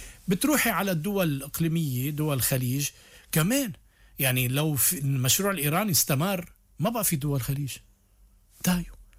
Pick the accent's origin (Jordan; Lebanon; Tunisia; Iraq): Lebanon; نحن كلبنانيين